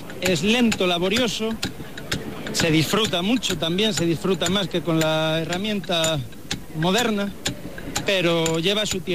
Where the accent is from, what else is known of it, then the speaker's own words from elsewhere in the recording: Extremadura, Spain; Yo soy extremeño.